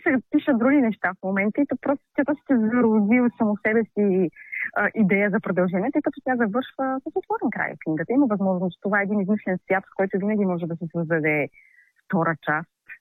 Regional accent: Haskovo, Haskovo Province, Bulgaria; защото аз съм родом от Хасково. И ми беше много сантиментално да представя моя книга точно тук.

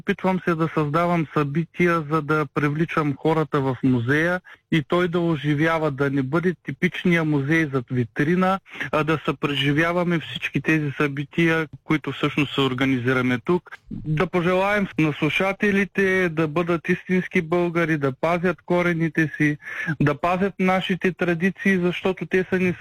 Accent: Pisarevo, Veliko Tarnovo Province, Bulgaria; Моето родно село е само на 4 км от Долна Оряховица. Казва се Писарево.

